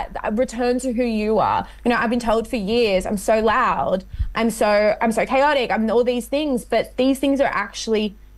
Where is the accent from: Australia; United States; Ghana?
Australia; Sydney, New South Wales; Without knowing that I was from Western Sydney, was like, oh, thank God for Western Sydney